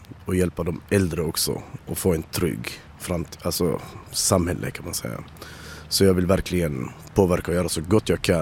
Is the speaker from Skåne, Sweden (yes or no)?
yes; Kristianstad, Skåne, Sweden; Det där uppe är Albegatan 41 högst upp. Det var där jag växte upp.